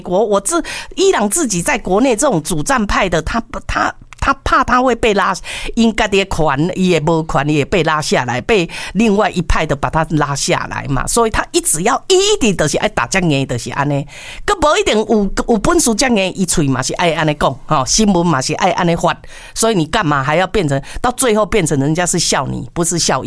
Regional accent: Taiwan; 我们中国，我们是台湾的，

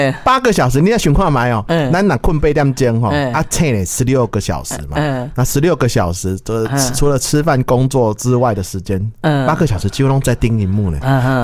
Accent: Taiwan

